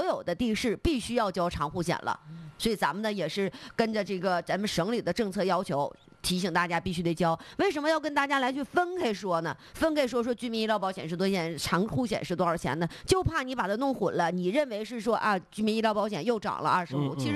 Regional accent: Northeast China, China; 一到咱下半年吧，咱们东北这边缴费就开始多了

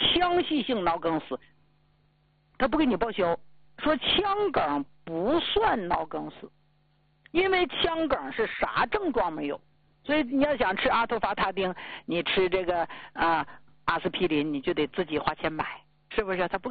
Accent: Jilin, China; 就咱们家乡就吉林呐

